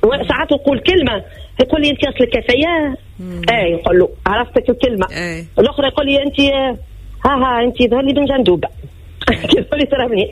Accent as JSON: {"language": "Arabic", "region": "North West Tunisia", "country": "Tunisia", "tie": "born or raised there", "also_born_or_lived": "Tajerouine / Le Kef / Bizerte / Siliana", "said": "رجعت لشمال الغربي خاطر فريمون صغري كامل في الشمال الغربي"}